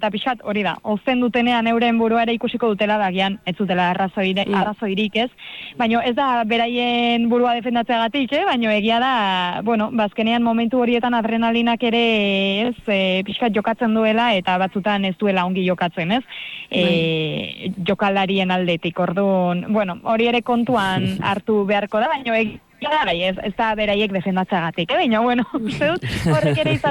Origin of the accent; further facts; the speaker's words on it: Lesaka, Navarre, Spain; baino nire herrian, Lesakan oroitzen naiz